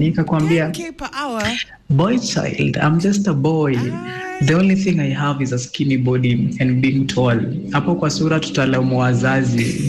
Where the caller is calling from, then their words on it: Nairobi, Kenya; I'm listening to you from Kilimani.